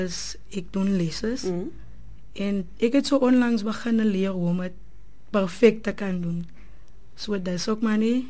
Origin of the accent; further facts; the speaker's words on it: Oudtshoorn, Western Cape, South Africa; van Oudtshoorn. Ek het groot geraak in Oudtshoorn. Ek is 22-jarige ouwe jong dame